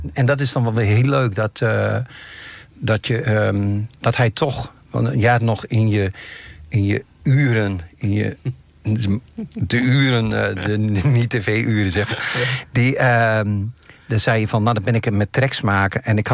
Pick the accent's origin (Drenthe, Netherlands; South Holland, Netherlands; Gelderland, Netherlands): Gelderland, Netherlands; Vaassen; Ik kom zelf niet uit Apeldoorn. Mm-hmm. Ik kom uit Vaassendam.